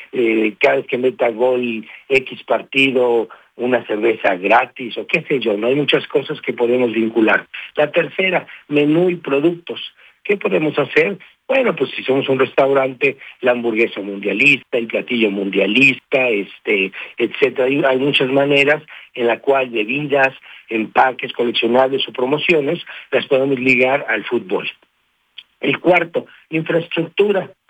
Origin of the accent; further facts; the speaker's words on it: Mexico